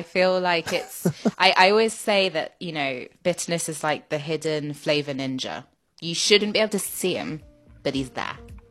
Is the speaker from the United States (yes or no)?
no; Paris, Île-de-France, France; which is also in the book because I grew up in Paris